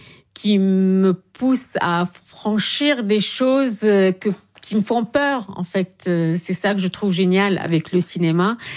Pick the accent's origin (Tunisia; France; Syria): Syria; il faut que je tourne une grande partie en Syrie